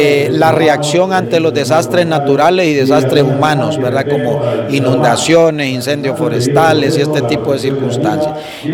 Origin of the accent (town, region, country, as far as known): Honduras